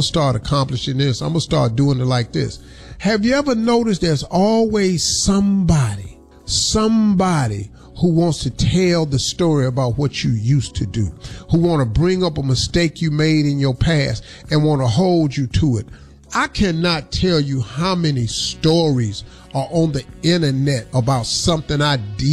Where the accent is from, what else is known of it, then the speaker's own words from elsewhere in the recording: Colombia; I'm from Colombia.